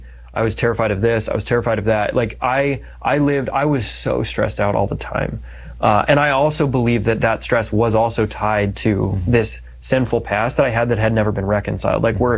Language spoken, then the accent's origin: English; United States; I'm such an American.